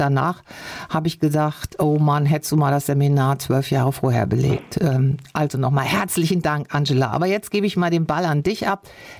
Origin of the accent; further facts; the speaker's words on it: Germany; Ich bin ja in Deutschland geboren und aufgewachsen